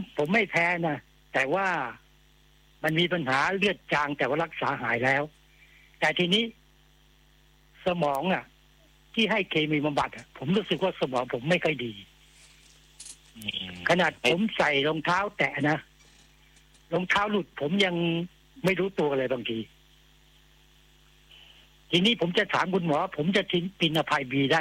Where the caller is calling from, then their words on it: Khon Kaen, Thailand; ขอนแก่นครับ